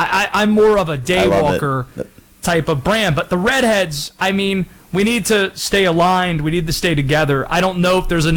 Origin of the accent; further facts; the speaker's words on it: Baltimore, Maryland, United States; born there; Some say that doesn't apply to Baltimore. I was born in Baltimore.